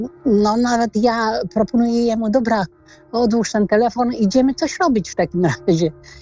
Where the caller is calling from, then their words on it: Łomża, Podlaskie Voivodeship, Poland